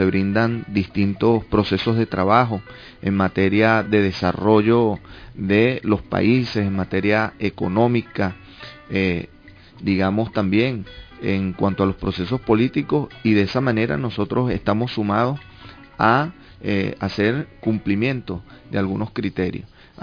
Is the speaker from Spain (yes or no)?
no; Venezuela; entendiéndonos como venezolanos